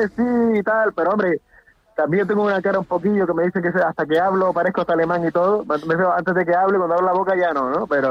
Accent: Telde, Canary Islands, Spain; moved away as an adult; now in Berlin, Germany; Yo en Las Palmas, soy de Gran Canaria, del municipio de Telde, del barrio de La Pardilla.

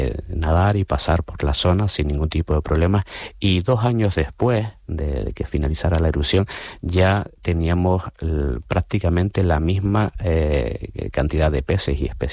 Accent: Canary Islands, Spain; moved away as an adult; now in Madrid, Spain; podemos sentirnos orgullosos como canarios y como españoles

